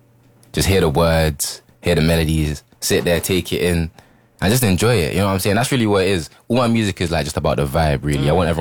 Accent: London, United Kingdom; also born or lived in Lambeth / Brixton / Woolwich / Plumstead; Well, I was born in Lambeth, stayed in Brixton for a little bit until I was in like year one, and then we moved around London, went to Woolwich, went to Plumstead, went to Bexley, so we were all about London for a bit

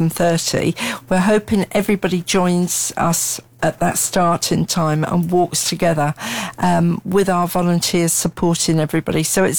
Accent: Ireland; now in Luton, United Kingdom; I was very proud and so privileged to be identified as Irish Person of the Year for the Luton and Community District.

